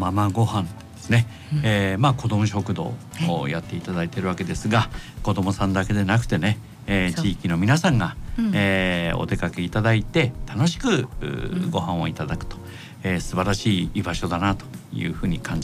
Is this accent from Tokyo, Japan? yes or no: yes; Fussa, Tokyo, Japan; 僕もフッサ育ちですから